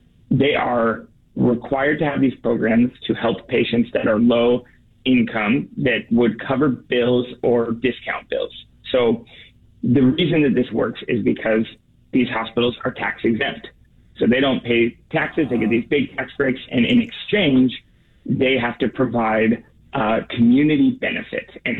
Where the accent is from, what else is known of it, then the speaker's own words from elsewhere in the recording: Portland, Oregon, United States; So I grew up in Portland, Oregon.